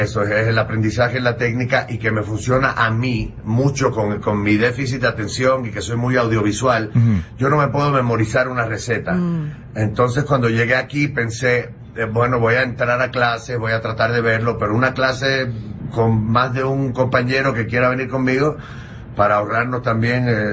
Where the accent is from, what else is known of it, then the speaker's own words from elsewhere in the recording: Puerto Rico; now in Miami, United States; yo nací y me crié en Puerto Rico, donde la mitad del idioma es inventado, y luego me mudo a Miami, donde la otra mitad también es inventada